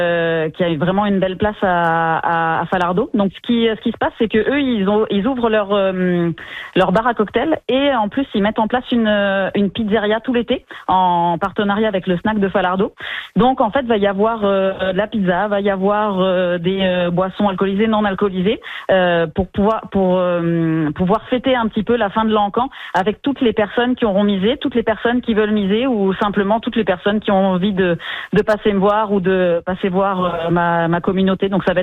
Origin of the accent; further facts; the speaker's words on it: France; now in Saguenay, Canada; Là, je suis française, puis je suis venue habiter au Saguenay parce que j'adore la neige et la forêt, j'adore le froid.